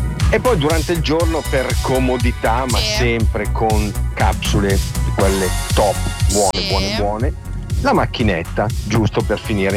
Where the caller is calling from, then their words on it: Carugate, Lombardy, Italy; da Carugate.